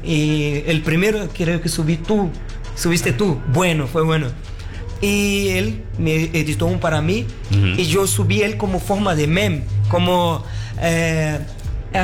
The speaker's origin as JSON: {"language": "Spanish", "country": "Brazil", "second_language": "Spanish", "said": "yo como brasileño"}